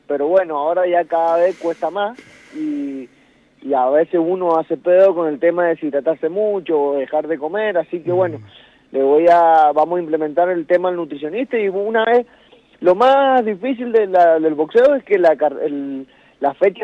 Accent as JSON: {"language": "Spanish", "town": "Medrano", "region": "Mendoza", "country": "Argentina", "said": "yo soy de Medrano"}